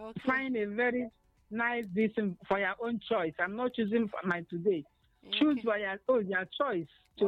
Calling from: Nigeria; I'm a Nigerian woman.

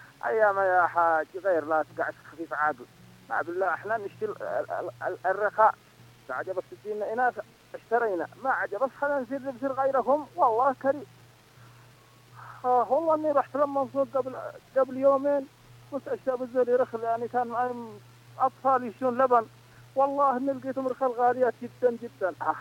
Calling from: Tihama, Yemen; عندنا في تهامة

